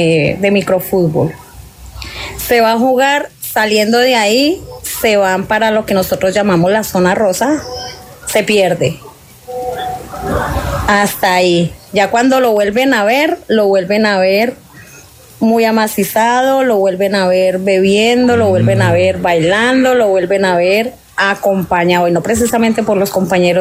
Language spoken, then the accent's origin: Spanish; Bogotá, Colombia; uno allá en Bogotá, porque yo soy de Bogotá, uno allá en Bogotá amanece y se queda ahí donde amanece